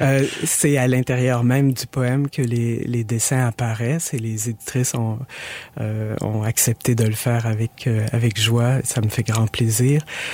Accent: Montreal, Quebec, Canada; born there; Je suis né à Montréal. J'y ai travaillé, j'y vis. Je trouve que c'est une ville tout à fait hétéroclite

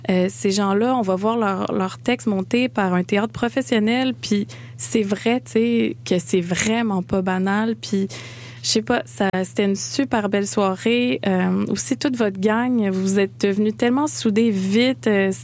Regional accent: Sorel-Tracy, Quebec, Canada; moved away; je viens de Sorel. Je suis allée à la polyvalente Fernand Lefebvre à Sorel.

